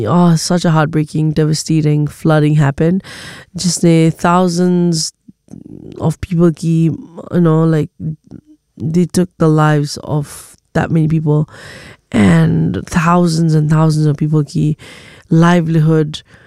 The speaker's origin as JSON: {"language": "Hindi", "country": "Nepal", "said": "you might know कि मैं नेपाल से हूं"}